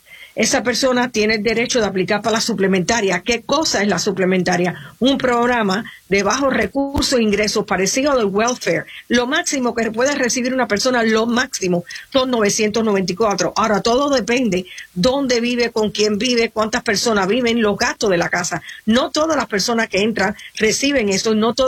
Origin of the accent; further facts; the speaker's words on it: United States; born there; Yo llevo 48 años trabajando en este país. Nací aquí.